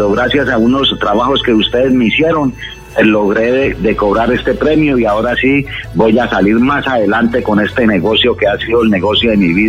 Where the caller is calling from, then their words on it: Bolombolo, Antioquia, Colombia; Yo lo llamo de aquí, de Bolombolo.